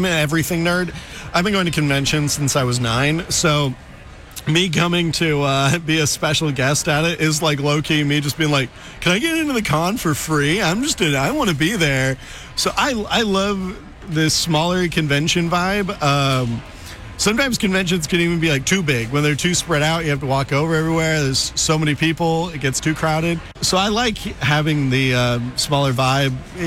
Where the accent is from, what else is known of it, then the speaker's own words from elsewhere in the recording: Sugar Land, Texas, United States; Absolutely surreal. I'm from Houston. I grew up in Sugar Land